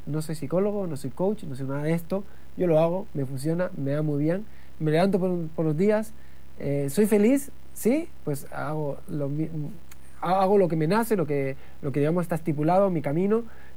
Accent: Canary Islands, Spain; also born or lived in England; now in Switzerland; yo me crié en las Islas Canarias, para mí Canarias es América Latina

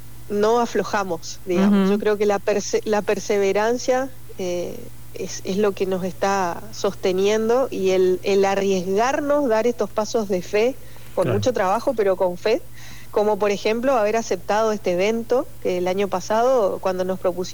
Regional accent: Argentina; para nosotros como argentinos es algo a lo que por ahí no estamos muy acostumbrados

